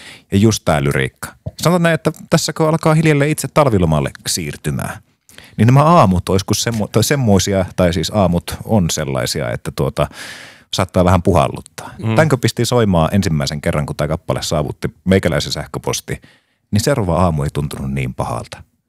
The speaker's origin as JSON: {"language": "Finnish", "town": "Oulu", "region": "North Ostrobothnia", "country": "Finland", "said": "me ollaan oululaisia"}